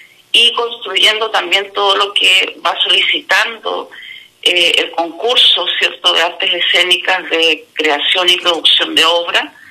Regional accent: Concepción, Biobío, Chile; born there; now in Tomé, Chile; siendo también el tomecinada igual que él, porque yo nací en Concepción, él nació, bueno, en Punta Arenas, y también ya llevo radicada varios años acá en la comuna

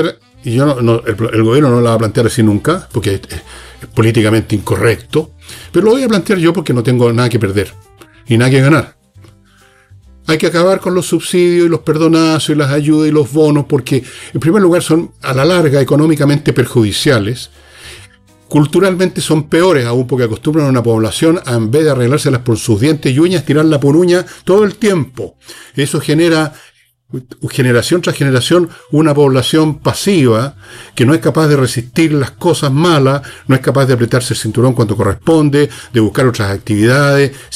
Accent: Chile; Todos somos originarios de este país, pues todos nacimos aquí. Todos nos criamos aquí. Todos tenemos nuestro origen cultural, personal, aquí.

